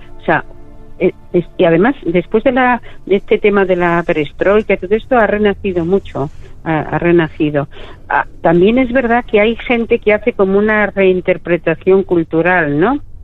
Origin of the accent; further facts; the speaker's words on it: Toledo, Castilla-La Mancha, Spain; Cuando digo que soy de La Mancha me dicen, ah, como Don Quijote.